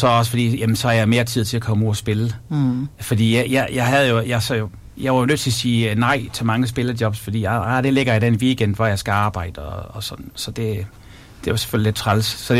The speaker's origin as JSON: {"language": "Danish", "town": "Egense", "region": "North Denmark Region", "country": "Denmark", "tie": "born or raised there", "lives_now": "Store Brøndum, Denmark", "said": "Jeg er opvokset i Egense, ja. Jeg boede i Egense indtil jeg var 23. Og så købte jeg så hus over i Stor Brøndum, og der har jeg faktisk boet lige siden."}